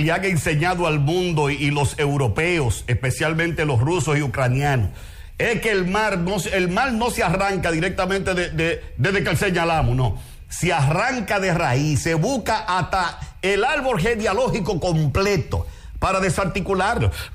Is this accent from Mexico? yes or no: no; Santiago, Dominican Republic; Canca la Reina, por poner un ejemplo, que es la zona de donde vengo